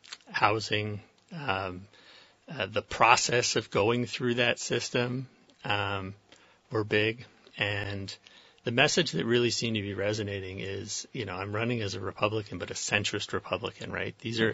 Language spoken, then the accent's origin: English; New York City, New York, United States; now in Vermont, United States; So I'm originally from New York City, but have long history with Vermont. My grandparents had a farm up in the Northeast Kingdom, which we still have. I went to camp on Dunmore.